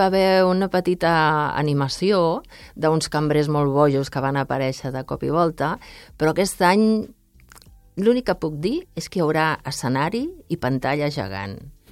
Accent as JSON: {"language": "Catalan", "region": "Catalonia", "country": "Spain", "said": "com a catalans"}